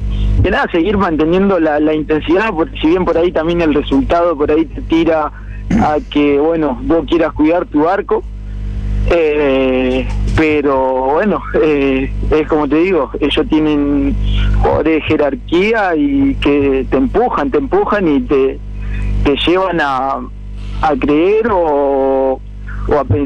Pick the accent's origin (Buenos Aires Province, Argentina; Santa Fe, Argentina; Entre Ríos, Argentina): Santa Fe, Argentina; Las Garzas; moved away as an adult; also born or lived in Buenos Aires; now in Casilda, Argentina; Yo soy de Las Garzas, sí, un pueblito del norte de la provincia. Yo estuve jugando en Buenos Aires, me volví